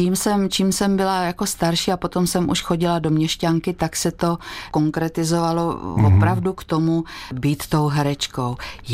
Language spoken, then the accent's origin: Czech; Padochov, South Moravian Region, Czechia; moved away; Víš, já vlastně pocházím z dědiny. Já jsem prožila své dětství v Padochově, v hospodě, v řeznictví.